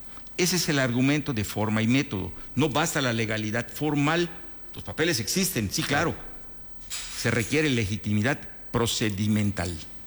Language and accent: Spanish; Mexico; pero soy mexicano, mi país firmó, hay que cumplirlo.